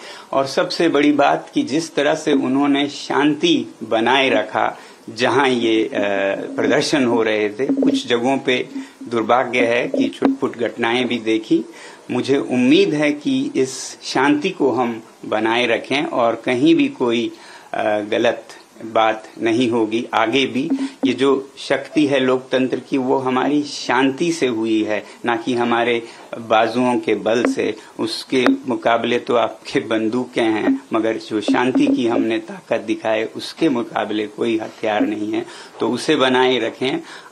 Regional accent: Ladakh, India; मैं लद्दाख से हूं और एक पर्यावरण कर्मी हूं, एनवायरमेंटलिस्ट हूं

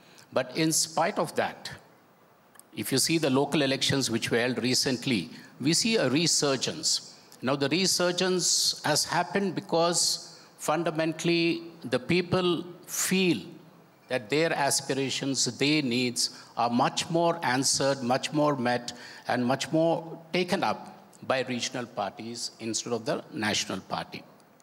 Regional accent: Telangana, India; I come from Telangana, where we lost the elections.

